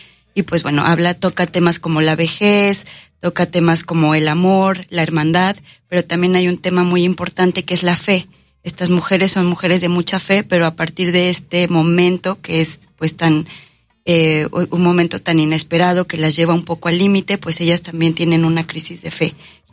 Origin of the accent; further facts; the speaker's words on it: Xalapa, Veracruz, Mexico; Yo soy de Jalapa.